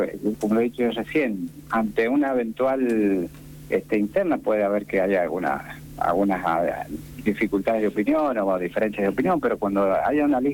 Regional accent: San Juan, Argentina; siendo un sanjuanino

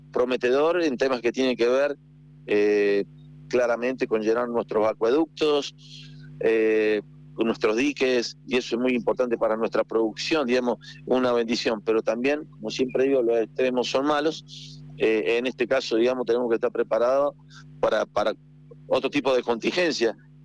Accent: San Juan, Argentina; todos los que somos sanjuaninos

